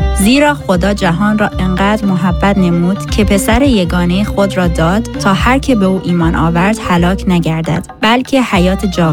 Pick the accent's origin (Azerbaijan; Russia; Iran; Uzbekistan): Iran; Я из Ирана. Моя национальность персианка.